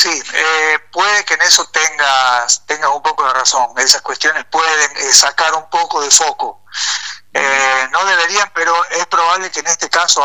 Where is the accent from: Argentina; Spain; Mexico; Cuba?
Argentina